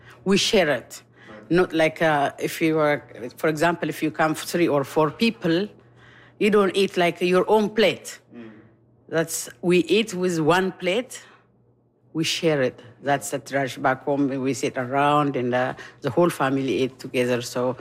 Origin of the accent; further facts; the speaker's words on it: Ethiopia; now in London, Canada; I came from Ethiopia. I'm Ethiopian